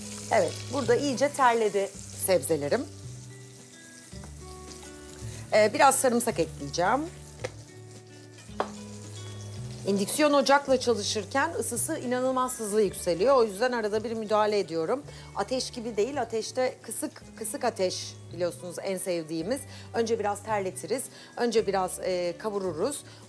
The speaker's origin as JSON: {"language": "Turkish", "region": "Black Sea Region", "country": "Turkey", "said": "Her yöreye göre farklı biliyorsunuz. Ben Karadenizliyim. Dolayısıyla bizde kara lahana yemeği yapılır."}